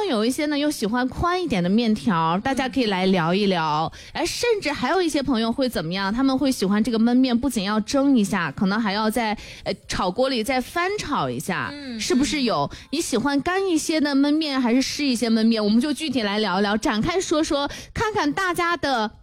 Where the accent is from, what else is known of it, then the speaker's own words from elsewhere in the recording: Shanxi, China; 我们山西人